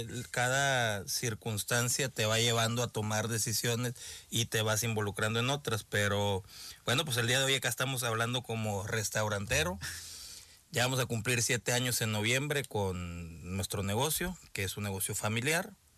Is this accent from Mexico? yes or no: yes; Tampico, Tamaulipas, Mexico; Yo crecí en Tampico.